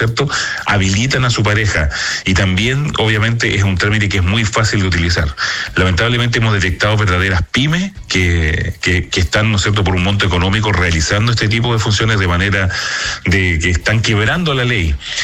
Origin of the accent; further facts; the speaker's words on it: Easter Island, Valparaíso, Chile; poder residir en este territorio que es mi tierra de Rapa Nui.